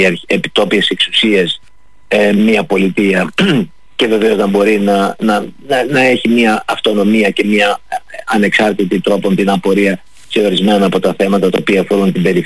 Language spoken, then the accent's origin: Greek; Greece; Εμείς ως Έλληνες της Ελλάδος